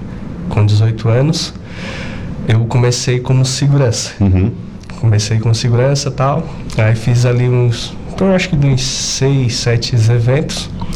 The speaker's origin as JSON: {"language": "Portuguese", "town": "Araranguá", "region": "Santa Catarina", "country": "Brazil", "tie": "born or raised there", "said": "eu sou natural de Aranaguá mesmo, né? Tenho 39 anos"}